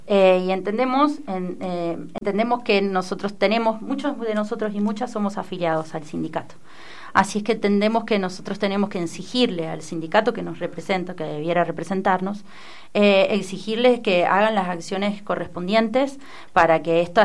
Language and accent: Spanish; Uruguay; now in Argentina; yo soy de Uruguay